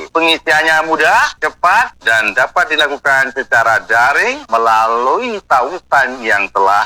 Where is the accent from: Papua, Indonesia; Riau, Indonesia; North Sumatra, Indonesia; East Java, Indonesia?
Riau, Indonesia; Wakil Bupati Bengkalis. Nah, sebagai warga Kabupaten Bengkalis